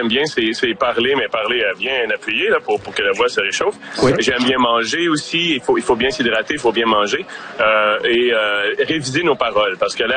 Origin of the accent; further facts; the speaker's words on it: Repentigny, Quebec, Canada; Moi, je viens de Lanaudière. C'est un petit gars de Repentigny.